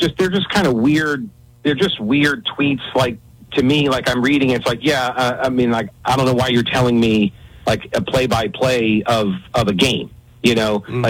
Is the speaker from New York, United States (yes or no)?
yes; New York, United States; I know I grew up a Dallas Cowboys fan, which is weird because I was from New York.